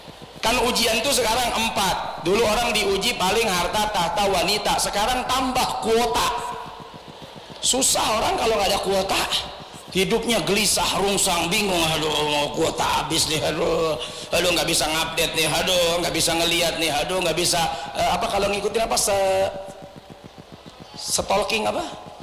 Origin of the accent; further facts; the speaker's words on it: Medan, North Sumatra, Indonesia; saya kan orang Mandailing Natal, orang Medan, jadi